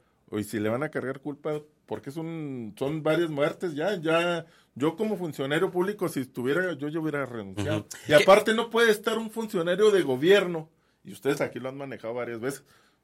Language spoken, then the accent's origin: Spanish; Jiménez, Chihuahua, Mexico; Mira, yo soy de Jiménez.